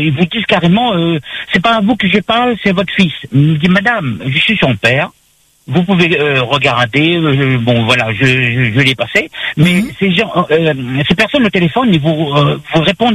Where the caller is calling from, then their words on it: Saint-Benoît, Réunion; moi, j'habite sur Saint-Benoît.